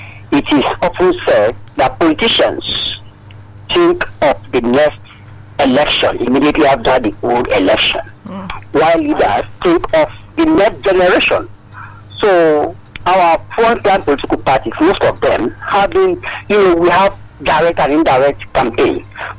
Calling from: Lagos, Nigeria; I'm calling from Abanja in Ikoto.

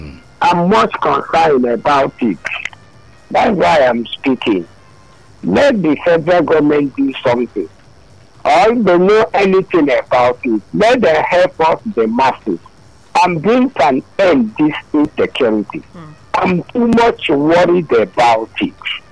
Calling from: Ogidi, Anambra, Nigeria; I'm calling from Ogidi.

